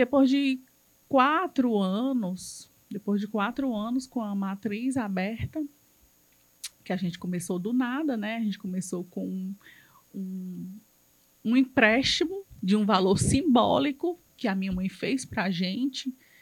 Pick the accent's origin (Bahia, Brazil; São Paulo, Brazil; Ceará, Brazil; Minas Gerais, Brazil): Ceará, Brazil; Fortaleza; Eu sou daqui de Fortaleza. Eu sou da Vila Manuel Sátiro